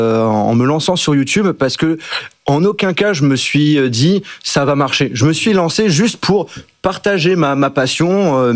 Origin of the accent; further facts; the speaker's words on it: Strasbourg, Grand Est, France; moved away as an adult; now in Lyon, France; Actuellement, en effet, ça fait depuis 5 ans que je vis à Lyon, mais sinon, de base, je suis alsacien, strasbourgeois.